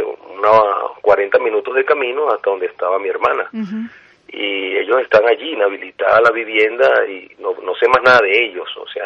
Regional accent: La Guaira, Venezuela; born there; nací en La Guaira.

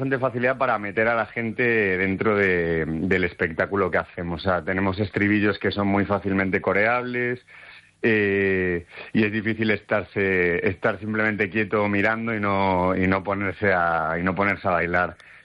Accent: A Coruña, Galicia, Spain; pasado mañana tocamos en Coruña, que es nuestra... la casa mía y de Miguel, el batería … que somos los dos de Coruña

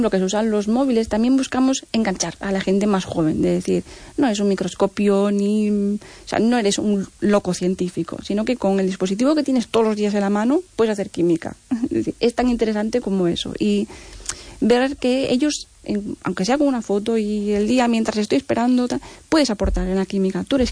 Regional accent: Vigo, Galicia, Spain; Es en la zona cerca de en Vigo, cerca del Parque de Castrelos y demás

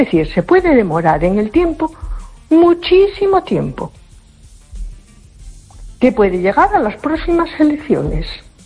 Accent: A Coruña, Galicia, Spain

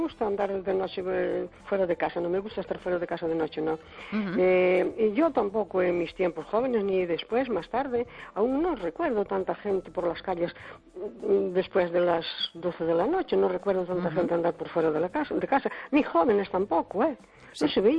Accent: Cespón, Galicia, Spain

